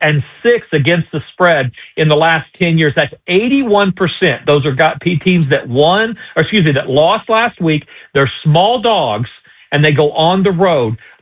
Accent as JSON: {"language": "English", "region": "Oklahoma", "country": "United States", "said": "Yeah, I should say this. I'm from Oklahoma."}